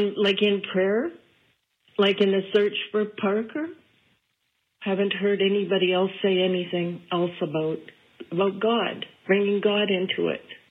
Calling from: Calgary, Alberta, Canada; I'm from Calgary.

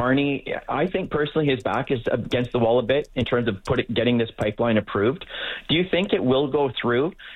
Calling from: British Columbia, Canada; as a British Columbian

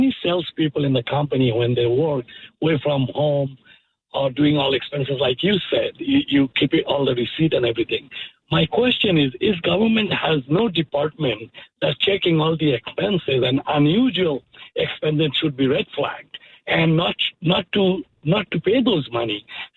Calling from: North York, Ontario, Canada; North York.

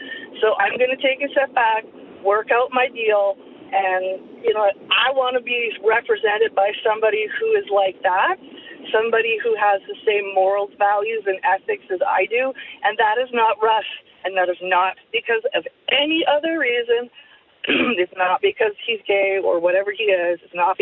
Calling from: Winnipeg, Manitoba, Canada; I'm from Transcona, a longtime resident.

